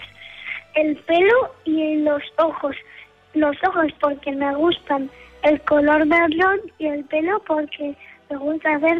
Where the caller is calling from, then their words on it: Málaga, Andalusia, Spain; vivo en Málaga. Tengo 6 años